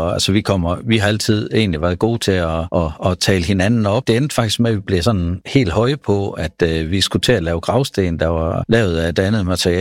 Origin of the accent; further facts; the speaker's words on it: North Denmark Region, Denmark; moved away as an adult; now in Skive, Denmark; Det lader sig jo ikke fornægte, at jeg er nordjyde og født i Nordjylland, men dengang, at jeg skulle i lære, der måtte man flytte lidt efter lærepladserne.